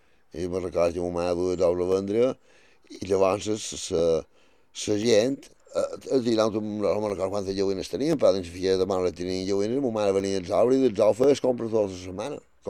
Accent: Balearic Islands, Spain; born there

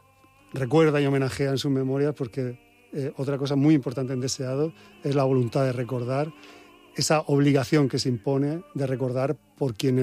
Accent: Valencian Community, Spain; eso es mi tierra y porque los que no salieron en esos últimos barcos del puerto de Alicante

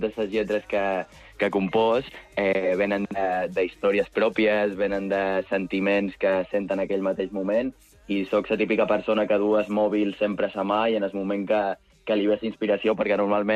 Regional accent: Jesús, Balearic Islands, Spain; Jo soc de Jesús.

